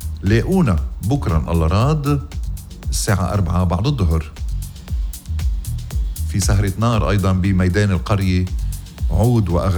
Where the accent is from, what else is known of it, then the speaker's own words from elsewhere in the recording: Ghazir, Keserwan-Jbeil, Lebanon; بضيعتي الحلوة غزير